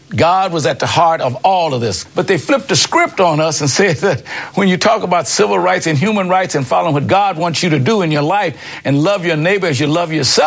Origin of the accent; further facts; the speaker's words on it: Wichita, Kansas, United States; born there; I was born there in Wichita. My father was a minister in the Church of Christ at that time. And we moved from all around.